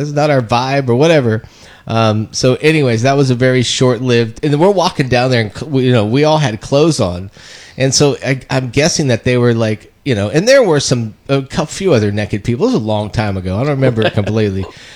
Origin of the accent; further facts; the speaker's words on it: Fresno, California, United States; I grew up over in the San Joaquin Valley, you know, Fresno, Clovis area.